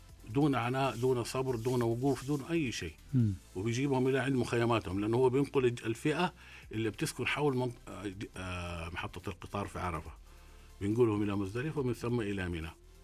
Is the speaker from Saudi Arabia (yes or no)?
yes; Saudi Arabia; فهذا حافز لينا نحن، يعني نحن أبناء البلد هذه.